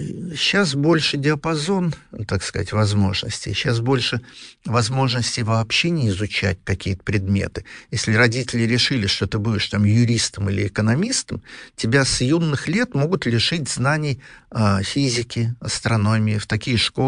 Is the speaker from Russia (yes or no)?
yes; Russia; я вот из России